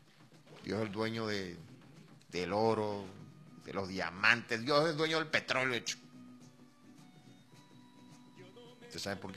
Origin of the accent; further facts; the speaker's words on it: Cantaura, Anzoátegui, Venezuela; allá en mi pueblo, en Cantaura, en Chamariapa, donde nací hace 61 años.